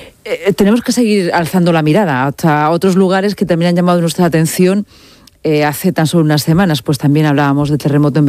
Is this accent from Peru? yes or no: no; Andalusia, Spain; como no solamente como con vecinos que somos de Almería, sino también de esta zona.